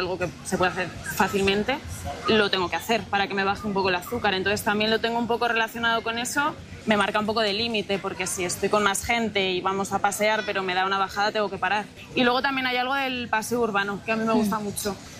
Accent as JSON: {"language": "Spanish", "town": "Segovia", "region": "Castile and León", "country": "Spain", "said": "Sí, yo soy de Segovia."}